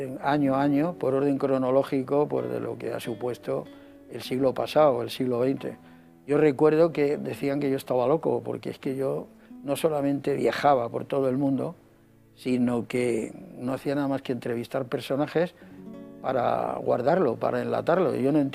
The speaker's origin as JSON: {"language": "Spanish", "country": "Spain", "said": "ya entro en una etapa que me voy haciendo mayor y claro, yo recuerdo también como ciudadano español"}